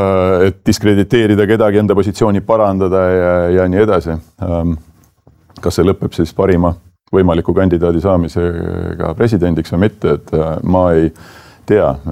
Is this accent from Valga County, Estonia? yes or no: no; Saare County, Estonia; Ma ise olen Saaremalt